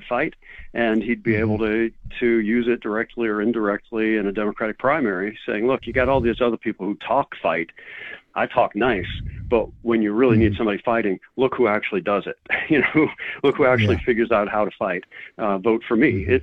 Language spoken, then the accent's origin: English; New Orleans, Louisiana, United States; I'm from New Orleans.